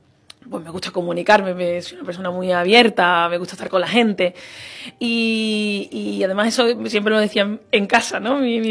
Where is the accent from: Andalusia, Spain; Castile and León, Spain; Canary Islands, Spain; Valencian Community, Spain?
Andalusia, Spain; La Puebla del Río